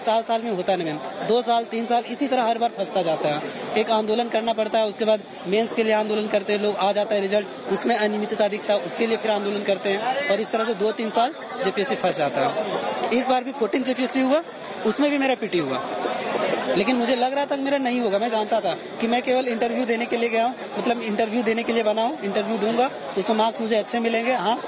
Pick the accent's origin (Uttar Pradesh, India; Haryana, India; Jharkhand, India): Jharkhand, India; first language Khortha; Hindi is a second language; हमारा मातृभाषा खुरठा है, मैं यहाँ का मूलवासी हूँ